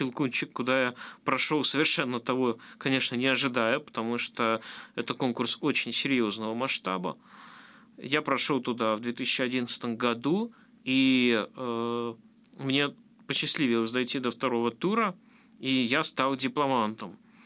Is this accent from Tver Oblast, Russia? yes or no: no; Tryokhgorny, Chelyabinsk Oblast, Russia; born there; now in Ulyanovsk Oblast, Russia; я родился в 1998 году, 25 октября, в Челябинской области, в городе Трёхгорном, есть такой закрытый городок.